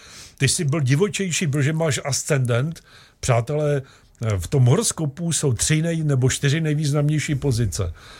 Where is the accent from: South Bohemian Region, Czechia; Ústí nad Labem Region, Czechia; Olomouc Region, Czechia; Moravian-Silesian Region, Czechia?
Moravian-Silesian Region, Czechia; Ostrava; also born or lived in Opava; Narodil jsem se v Opavě, ale vyrůstal v Ostravě